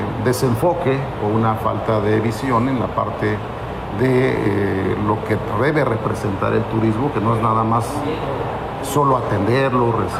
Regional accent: Acapulco, Guerrero, Mexico; Pues ya regreso a Acapulco a trabajar, soy acapulqueño, uh-huh. Nací aquí en Acapulco y tengo mucho cariño y amor pues por mi ciudad, por mi puerto.

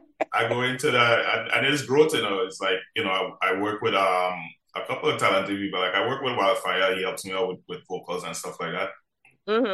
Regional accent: Marbella, Andalusia, Spain; But growing up in Marbella, I wasn't really into the music like that.

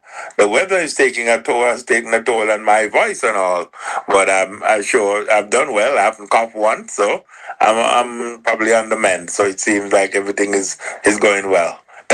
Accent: Montserrat

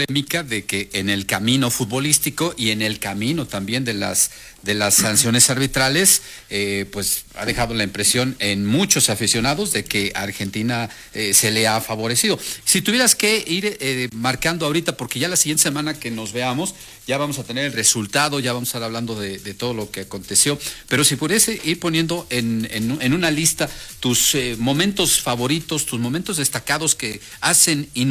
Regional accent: Mexico

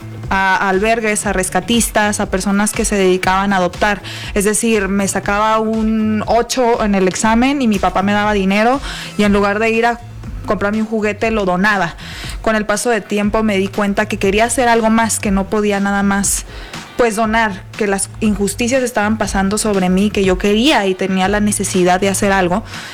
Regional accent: Ciudad Juárez, Chihuahua, Mexico; moved away as an adult; now in Mexico City, Mexico; a los 17 años me vine a vivir aquí a la bella Ciudad de México. Yo soy de Chihuahua. Arriba Chihuahua, arriba Ciudad Juárez.

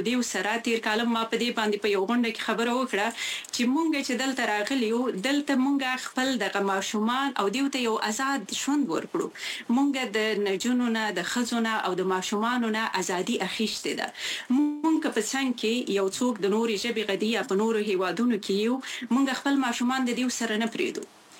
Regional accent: Khyber Pakhtunkhwa, Pakistan; moved away as an adult; زما ځواني په پښتونخوا کې وه او دغه دوه کاله شوي چې راغلی یم

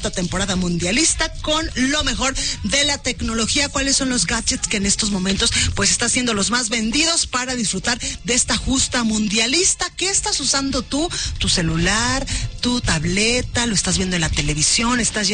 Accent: Mexico City, Mexico; en el extranjero de repente nos dicen, ah, tú eres de México, y tú les dices, no, soy de Ciudad de México.

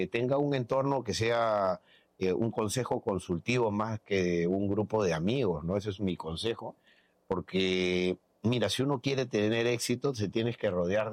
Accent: Peru; nosotros somos peruanos

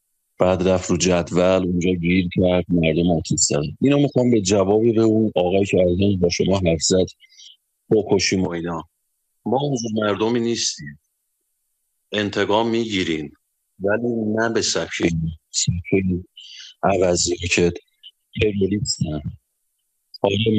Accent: Ardabil, Ardabil Province, Iran; من از اردبیلم، شب 18 رفت اردبیل

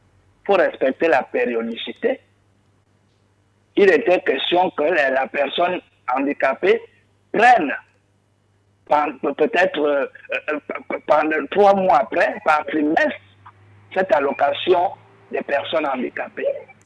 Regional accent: Gabon

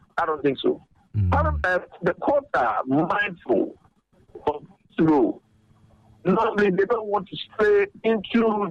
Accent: Ghana; I am the wrong Ghanaian to ask.

